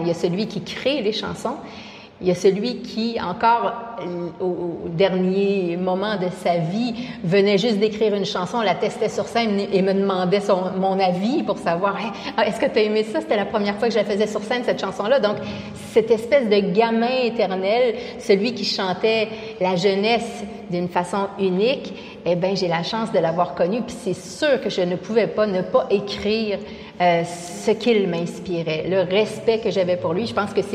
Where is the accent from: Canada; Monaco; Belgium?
Canada; Quebec; accent: Québécois; Et je suis québécoise, mais ça, je pense que ça s'entend. Puis j'ai beau passer des mois ici à faire des spectacles un petit peu partout, c'est vrai que mon accent ne change pas. Il y a quelque chose de profondément ancré en moi. Là, j'ai le Québec dans les veines.